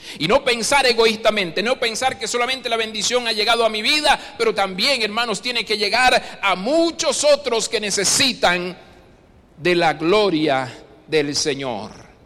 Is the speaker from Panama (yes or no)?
yes; Panama; moved away as an adult; also born or lived in Guanacaste, Costa Rica; now in Costa Rica; Yo soy de nacionalidad panameña, aunque ahora ya soy más tico que el gallo pinto, dice. Porque ya tengo, bueno, 16 años viviendo en este país. Y por ahí pues hay otros testimonios y viví en otro momento hace muchos años atrás también en Guanacaste.